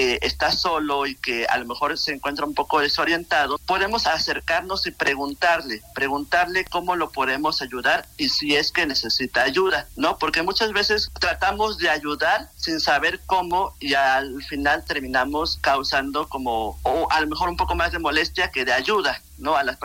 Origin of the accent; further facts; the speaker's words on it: Oaxaca, Mexico; nos llena de orgullo como oaxaqueños